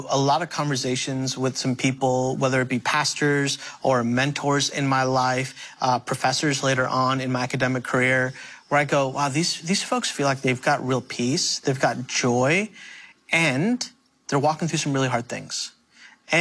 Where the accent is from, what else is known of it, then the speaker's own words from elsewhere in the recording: India; first language Telugu; So my first language, y'all, was actually Telugu, one of the major dialects in mm-hmm. India.